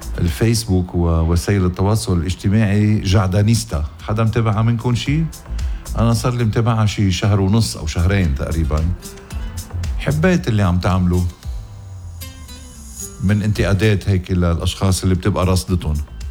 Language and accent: Arabic; Lebanon; أخ يا بلدي لبنان، أخ يا بلدي الحبيب لبنان